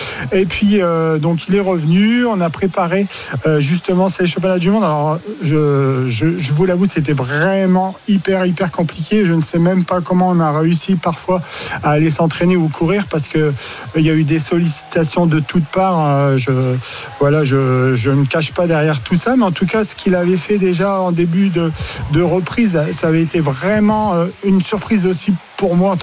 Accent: Hauts-de-France, France; Ah, oui, bah, vous savez, nous sommes du Nord, donc.

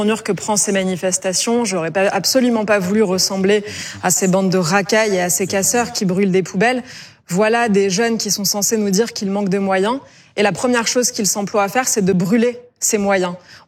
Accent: Île-de-France, France; Écoutez, moi j'ai grandi en Seine-Saint-Denis.

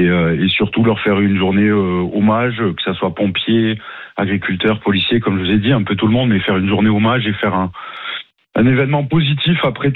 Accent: Nouvelle-Aquitaine, France; born there; en étant du coin même si nous on n'est pas touché directement là où je suis à Essine

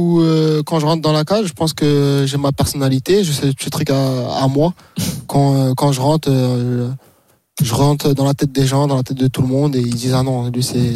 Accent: Paris, Île-de-France, France; on vient de Paris.

